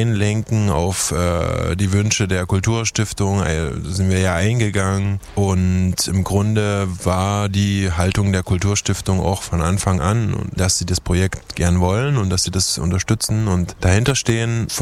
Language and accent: German; Chemnitz, Saxony, Germany; weil ich angesprochen wurde, was ich denn dazu zu sagen habe als Chemnitzer und so weiter.